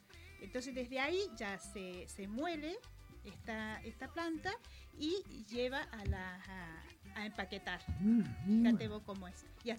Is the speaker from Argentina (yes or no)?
yes; San Luis, Argentina; also born or lived in San Martín, Mendoza; yo me he criado acá y bueno, conozco todo San Luis, la ciudad.